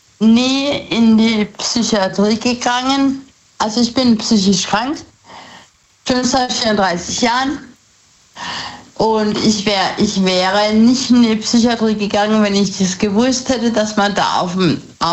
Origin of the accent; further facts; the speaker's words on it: Rastatt, Baden-Württemberg, Germany; Aus Rastatt.